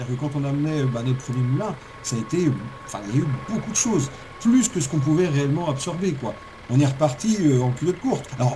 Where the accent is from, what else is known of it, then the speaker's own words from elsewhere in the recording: Barcelonnette, Provence-Alpes-Côte d'Azur, France; je viens de Barcelonnette et j'aimerais apprendre à faire des moulins comme vous.